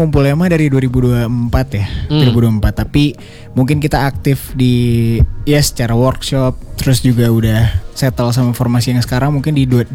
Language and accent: Indonesian; Bekasi, West Java, Indonesia; Sebenarnya kalau saya ini Bekasi.